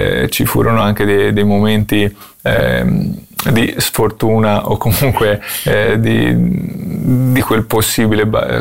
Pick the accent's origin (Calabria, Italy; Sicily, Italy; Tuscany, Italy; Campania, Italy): Tuscany, Italy; also born or lived in Ghizzano